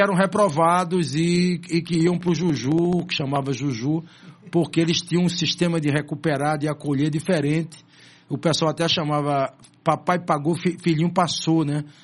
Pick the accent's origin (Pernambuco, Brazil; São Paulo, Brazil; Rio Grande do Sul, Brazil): Pernambuco, Brazil; Recife; Eu sou do Recife, né? Nasci no Poço da Panela, que é um bairro aqui histórico do Recife, né? Da cidade do Recife, em 1961. Né? Aí, então, nos anos 60, né? Eu estou agora com 65 anos.